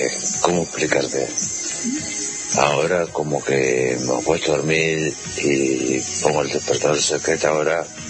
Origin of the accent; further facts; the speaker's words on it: Uruguay; el uruguayo acá.